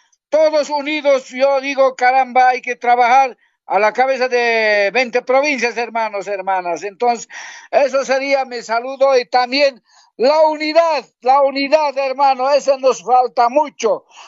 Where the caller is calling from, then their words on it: Bolivia; de Cantón Moza